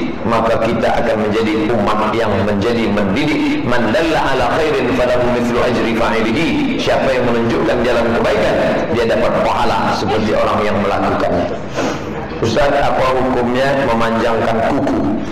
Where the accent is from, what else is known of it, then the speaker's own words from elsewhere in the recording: Aceh, Indonesia; now in Jakarta, Indonesia; Saya dari Aceh, ini jamaah yang paling banyak pahalanya. Dari Aceh langsung kemarin. Saya dulu mengaji di Aceh Besar sebelum saya ke Jakarta.